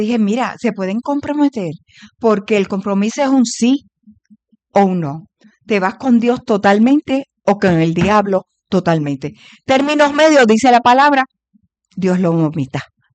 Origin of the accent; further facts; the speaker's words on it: Puerto Rico; yo soy más puertorriqueña que el coquí.